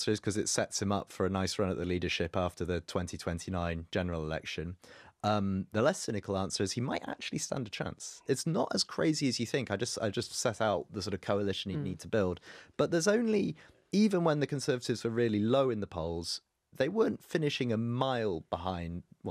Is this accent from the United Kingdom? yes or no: yes; York, Yorkshire and the Humber, United Kingdom; moved away; I'm from York originally.